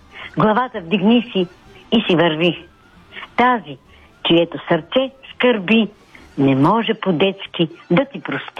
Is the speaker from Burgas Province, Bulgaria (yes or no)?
no; Plovdiv, Plovdiv Province, Bulgaria